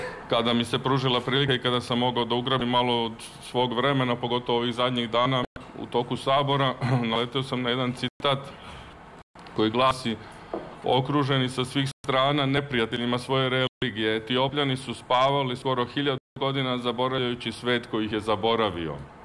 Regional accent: Dalmatia, Croatia; Kod nas u Dalmaciji već sada skoro počne da bude trava ili žuta

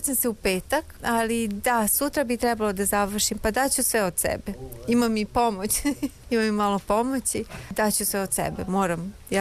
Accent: Novi Sad, Vojvodina, Serbia; moved away as an adult; also born or lived in Bucharest, Romania; now in Paris, France; Ja sam odrasla u Novom Sadu. Tamo sam se rodila, živjela sam u Novom Sadu. I onda sam posle studija, studirala sam u Bukureštu i onda sam otišla u Francusku.

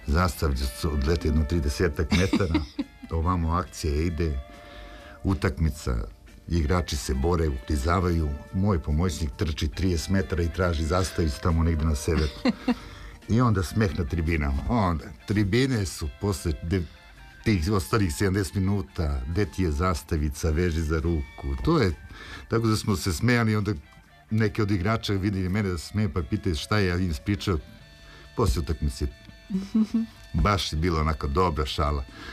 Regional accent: Serbia; Bilo je zanimljivih događaja u svetu jedino kad mi, kao Srbi, otputujemo negde na moru

